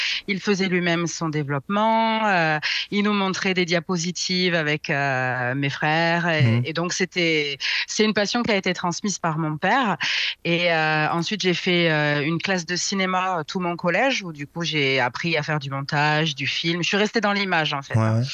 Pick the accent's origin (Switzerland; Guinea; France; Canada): France; Nice, Provence-Alpes-Côte d'Azur; moved away as an adult; also born or lived in Paris; now in Auch, France; je suis d'ici et d'ailleurs, en vrai, je suis parisienne de naissance, dans le Gers. J'ai vécu la plupart du temps, enfin jusqu'à mes 22 ans, à Nice néanmoins